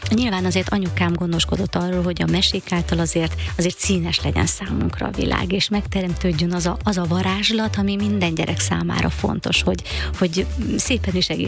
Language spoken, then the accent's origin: Hungarian; Székely Land, Romania; az a székely furfang, ami kis vidékünket úgymond nagyon-nagyon jellemzi.